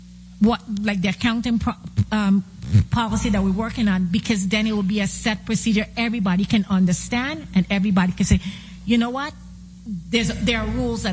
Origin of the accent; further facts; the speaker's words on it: St. Thomas, U.S. Virgin Islands; I come from St. Thomas